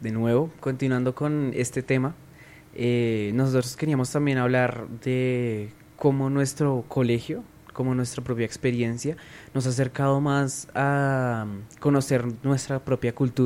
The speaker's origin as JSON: {"language": "Spanish", "country": "Colombia", "said": "cómo nos ha integrado ese recordar y ese como ese amor a la cultura que tenemos como colombianos."}